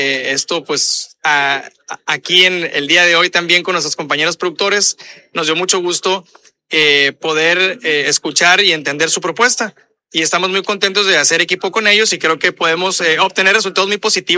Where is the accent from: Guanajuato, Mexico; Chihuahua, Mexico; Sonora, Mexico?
Sonora, Mexico; todos somos de Sonora